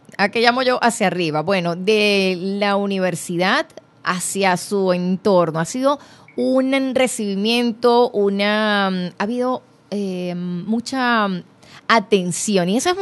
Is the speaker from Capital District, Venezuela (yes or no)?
no; Ciudad Bolívar, Bolívar, Venezuela; yo soy del estado Bolívar, soy, nací en Ciudad Bolívar